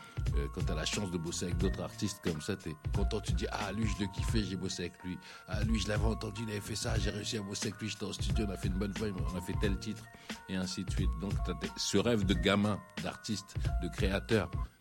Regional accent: Sarcelles, Île-de-France, France; Bah, parce qu'en fait, j'ai grandi en même temps à Sarcelles, en 95.

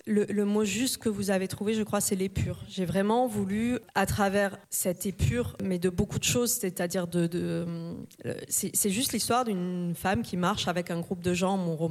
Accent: Toulouse, Occitanie, France; s'installer à Toulouse et j'ai grandi à Toulouse.

